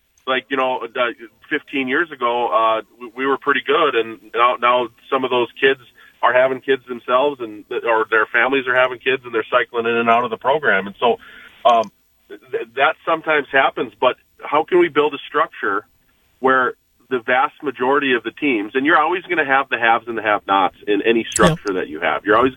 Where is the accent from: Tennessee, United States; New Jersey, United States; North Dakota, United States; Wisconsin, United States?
North Dakota, United States; that's a product of me growing up in North Dakota